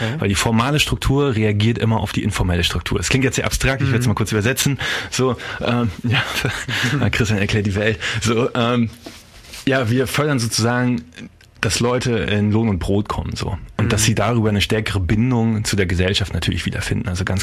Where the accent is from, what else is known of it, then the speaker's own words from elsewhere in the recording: Mecklenburg-Vorpommern, Germany; moved away as an adult; Ich komme ursprünglich aus Vorpommern, aber wie so viele, 2003, 2004 war ja auch die höchste Abwanderungswelle hier in Vorpommern, bin ich dann auch weggegangen. 17 Jahre durch die Weltgeschichte und jetzt bin ich wieder hier in Vorpommern.